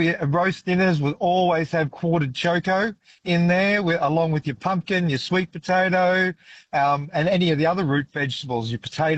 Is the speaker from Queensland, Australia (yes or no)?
yes; Brisbane, Queensland, Australia; I've just turned 58 this year, and I grew up in Brisbane. So I was a Brisbane boy in the suburbs out around Nogra, Mitchelton, that area.